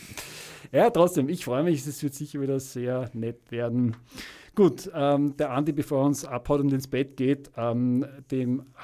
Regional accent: Italy; was ich als Italiener immer sage.

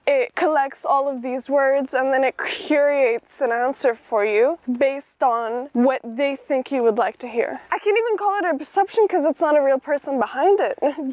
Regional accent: Sudan; We're from Sudan, this is like a big deal.

